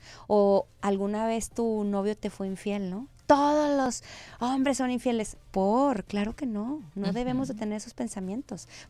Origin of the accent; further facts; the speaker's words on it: Monterrey, Nuevo León, Mexico; O que ya ves que a mí, por ejemplo, que soy regia